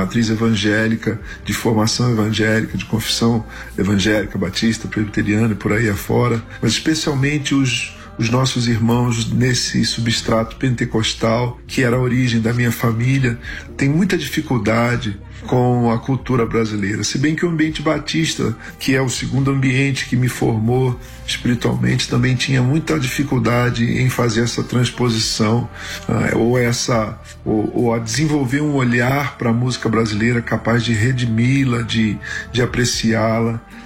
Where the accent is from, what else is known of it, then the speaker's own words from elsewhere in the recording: Rio de Janeiro, Brazil; Nós somos cariocas